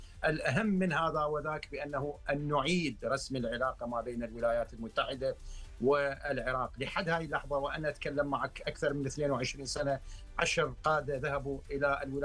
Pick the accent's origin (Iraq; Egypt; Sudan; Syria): Iraq